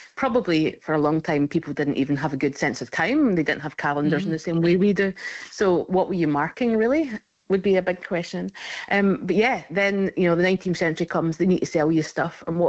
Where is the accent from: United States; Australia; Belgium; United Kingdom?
United Kingdom; Scotland; Originally, I'm from Scotland. Yeah, a small village.